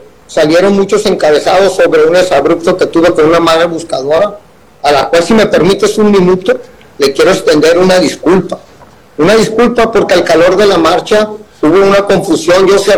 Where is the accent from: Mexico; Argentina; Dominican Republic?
Mexico; Sinaloa; Agradecido siempre como sinaloense, como mexicano, por darnos voz.